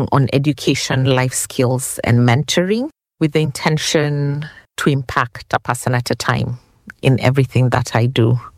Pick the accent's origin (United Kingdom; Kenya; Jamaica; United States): Kenya; Nairobi; born there; moved away as an adult; also born or lived in Freetown, Mombasa; now in Mombasa, Kenya; I was born and brought up in Nairobi for the greater part of my life, having lived in the capital city to the age of 30 years. I moved into Mombasa, which for me is my ancestral home as well.